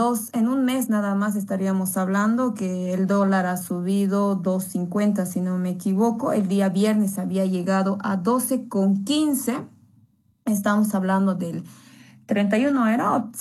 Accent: Bolivia; Entonces, somos los bolivianos los que estamos pagando.

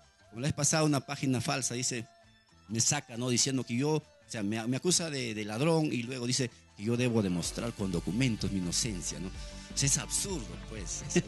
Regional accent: Pomabamba, Ancash, Peru; moved away as an adult; Yo vine de Pobamba con cuatro carros. No, perdón, con dos carros.

